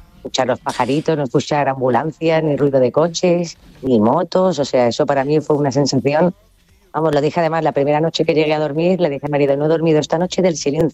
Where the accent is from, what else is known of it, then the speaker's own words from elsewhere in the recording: Marbella, Andalusia, Spain; Yo que vengo de Marbella, que hay un kiosco en cada esquina, que es un kiosco da vida a cualquier lugar.